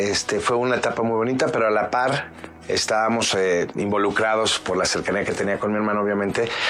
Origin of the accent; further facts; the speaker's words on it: Mexico; born there; Nacimos en México. Ajá. Y a los 8 años de mi vida nos fuimos a vivir a Cancún, Quintana Roo.